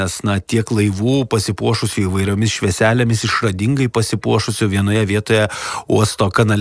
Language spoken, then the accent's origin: Lithuanian; Klaipėda, Klaipėda County, Lithuania; Aš kaip klaipėdietis